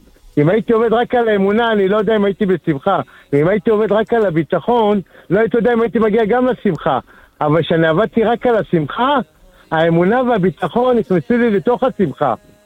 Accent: Tel Aviv District, Israel; אני בחור שגדלתי בכפר שלם, במקום לא הכי ססלתי

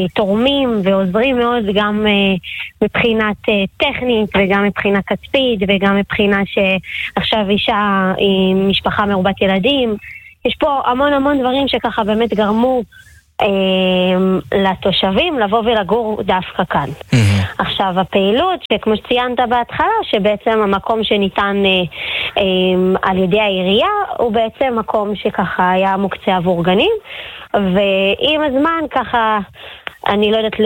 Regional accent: Ma'ale Adumim, Judea and Samaria Area, Israel; גדלנו כאן, התגוררנו כאן, ובאמת חלק זכו לחזור בתשובה בתוך מעלה אדומים

